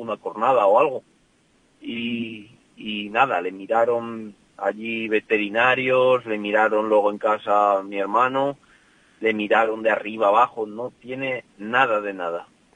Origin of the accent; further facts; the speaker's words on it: Peñaranda de Bracamonte, Castile and León, Spain; Peñaranda pues es mi tierra, ¿no? Es donde yo vivo todos los días, donde convivo con la gente, donde todo, como dices tú, mi cuartel general, ¿no?